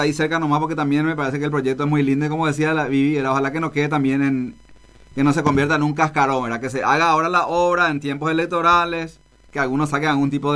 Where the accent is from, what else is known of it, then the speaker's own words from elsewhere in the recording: Concepción, Paraguay; now in Ciudad del Este, Paraguay; porque en el año 2000, cuando vine de Concepción al Alto Paraná y particularmente a Ciudad del Este, ¿cuál fue el primer barrio donde yo viví? Fue en el barrio San Ramón